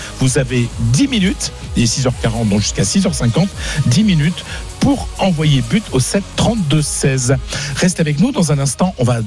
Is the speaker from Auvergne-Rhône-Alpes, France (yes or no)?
no; Hauts-de-France, France; moi, je suis du Pas-de-Calais. Vraiment, la Somme, c'est vraiment pas loin.